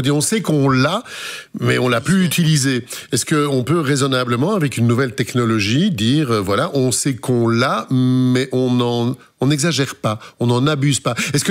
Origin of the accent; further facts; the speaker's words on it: Brussels, Brussels-Capital Region, Belgium; parce que ça s'entend que je viens de Bruxelles